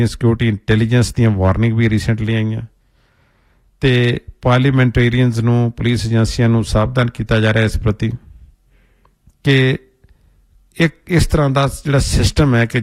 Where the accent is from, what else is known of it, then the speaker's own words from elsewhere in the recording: Punjab, India; now in Canada; ਅਸੀਂ ਪੰਜਾਬ ਤੋਂ ਆਏ ਹਾਂ ਅਤੇ ਜਿਸ ਖਿੱਤੇ 'ਚੋਂ ਆਏ ਹਾਂ ਉੱਥੇ ਅਫੀਮ ਜਿਹੜੀ ਹੈ ਜੀ, ਓਪੀਅਮ ਹੈ, ਉਸ ਦੇ ਬਾਰੇ ਅਸੀਂ ਚੰਗੀ ਤਰ੍ਹਾਂ ਜਾਣਦੇ ਹਾਂ